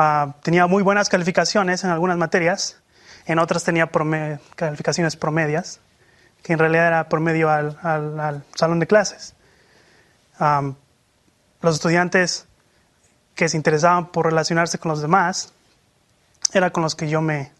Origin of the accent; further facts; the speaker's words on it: Mexico; moved away; Una parte de mi vida que me da risa recordar son los 3 años de secundaria que pasé en mi tierra natal. Para los que no saben mucho, esto es de séptimo a noveno grado en México.